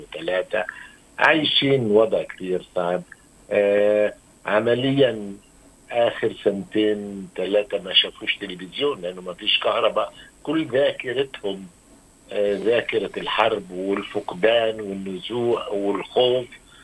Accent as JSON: {"language": "Arabic", "town": "Gaza", "region": "Gaza Strip", "country": "Palestine", "tie": "born or raised there", "moved": "yes", "said": "كفلسطيني وأنا من مواليد غزة، أنا ابن غزة وأهلي كلهم بغزة"}